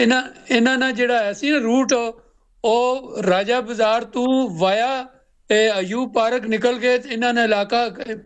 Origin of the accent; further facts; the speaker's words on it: Rawalpindi, Punjab, Pakistan; also born or lived in Gulyana; ਮੈਂ ਪਿੰਡੀ 'ਚ ਪੈਦਾ ਹੋਇਆ, ਪਿੰਡੀ ਮੇਰਾ ਸ਼ਹਿਰ ਹੈ, ਵੈਸੇ ਮੇਰਾ ਗਾਉਂ ਗੁਲਿਆਣਾ, ਗੁਲਿਆਣੇ ਦਾ ਮੈਂ ਰਹਿਣ ਵਾਲਾ, ਅਤੇ ਮੇਰਾ ਬਚਪਨ ਸਾਰਾ ਪਿੰਡੀ 'ਚ ਗੁਜ਼ਰਿਆ।